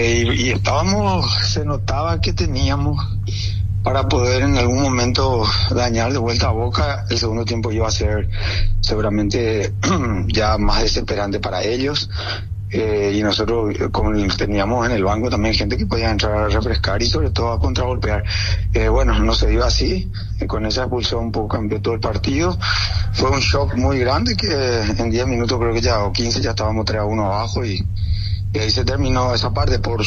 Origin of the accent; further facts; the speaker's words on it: Paraguay; somos todos paraguayos